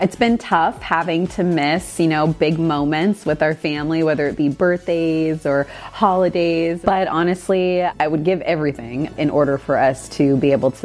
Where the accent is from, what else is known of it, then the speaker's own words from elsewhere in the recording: United States; moved away as an adult; now in Syros, Greece; I'm just seen as an American here.